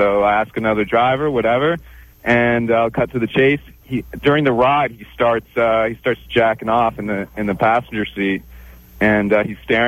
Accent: Ithaca, New York, United States; I'm from Ithaca, New York, to begin with.

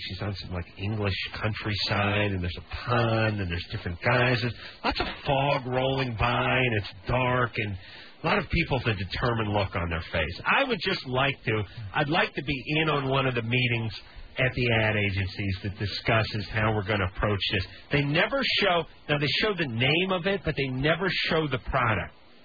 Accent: North Hollywood, California, United States

